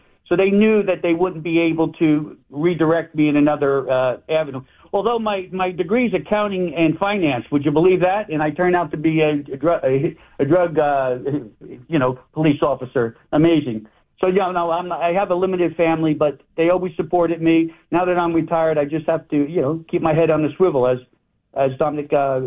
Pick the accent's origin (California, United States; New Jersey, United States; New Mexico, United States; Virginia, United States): New Jersey, United States; Once again, I was raised in New Jersey, but immediately after graduating my DEA academy, I was sent down to Florida and then overseas.